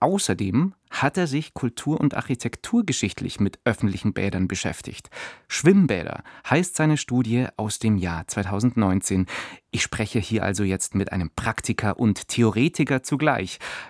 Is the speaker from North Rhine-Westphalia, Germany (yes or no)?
no; Munich, Bavaria, Germany; Jetzt muss ich natürlich nachfragen gleich als Münchner, wo war das denn da in München?